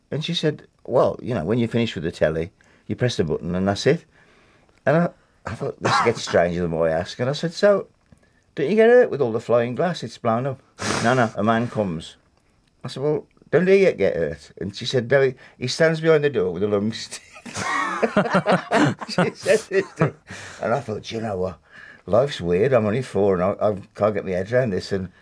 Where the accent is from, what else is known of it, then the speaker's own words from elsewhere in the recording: Wednesbury, West Midlands, United Kingdom; I'm from Wensbury, and that's fine by me, and why should I pretend to be what I'm not?